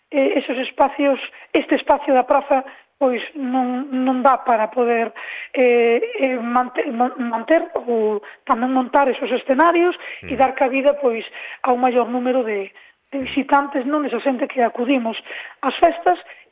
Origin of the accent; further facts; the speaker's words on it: Calo, Galicia, Spain; now in Vimianzo, Spain; son de Calo, nací en Calo, criei-me en Calo, pero levo moitos anos xa dormindo e vivindo en Vimianzo